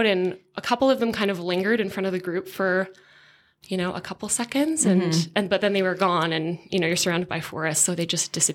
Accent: Hamilton, Ontario, Canada; In Southern Ontario, in Hamilton.

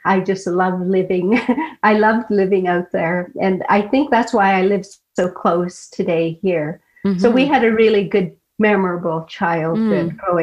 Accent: Teslin, Yukon, Canada; born or raised there

